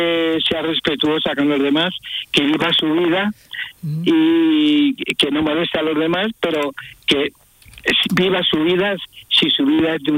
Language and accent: Spanish; Iznatoraf, Andalusia, Spain; born there; also born or lived in Madrid / London / Netherlands; Primero nací en Iznatoraf, o Toraf